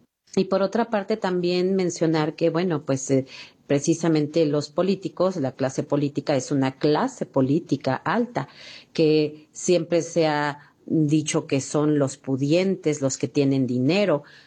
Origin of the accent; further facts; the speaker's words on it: Atizapán de Zaragoza, State of Mexico, Mexico; Bueno, entonces pues … de Atizapán de Zaragoza, y pues espero que pues se abran los ojos